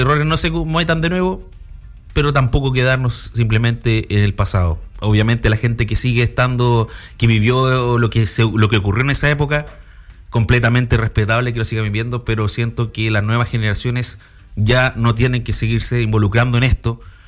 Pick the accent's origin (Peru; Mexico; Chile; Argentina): Chile; volver a sentirnos que todos somos chilenos